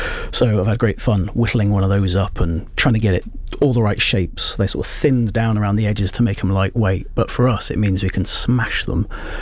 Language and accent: English; Rushden, East Midlands, United Kingdom; moved away as an adult; I grew up in Rushton, which is not a terribly inspiring place